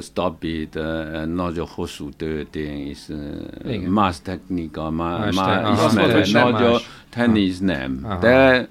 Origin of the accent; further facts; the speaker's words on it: China; Hungarian is a second language; moved away as an adult; now in Hungary; Kínai vagyok, és itt él Magyarországon. Már 36 éve itt él Magyarországon. Nem tudom, jó beszél magyar, de majdnem fele magyar vagyok.